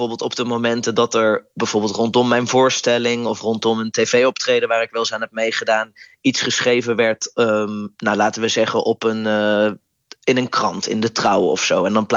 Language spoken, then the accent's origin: Dutch; North Brabant, Netherlands; Ik kom uit Brabant en ik vind bijvoorbeeld ook carnaval echt verschrikkelijk.